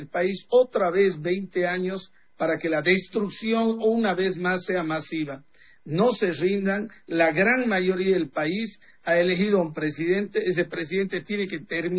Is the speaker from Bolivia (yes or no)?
yes; Bolivia